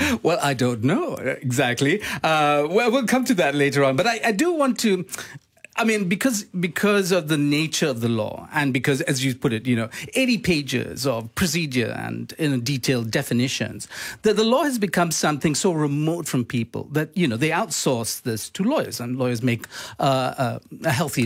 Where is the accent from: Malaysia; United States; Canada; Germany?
Malaysia; I grew up in Malaysia in the 80s and the 90s